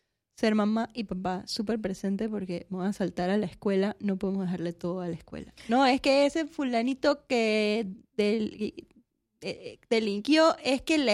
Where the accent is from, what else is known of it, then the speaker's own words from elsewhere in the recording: Panama; como panameña me gustaría ver es una educación más apegada a las necesidades de hoy en día.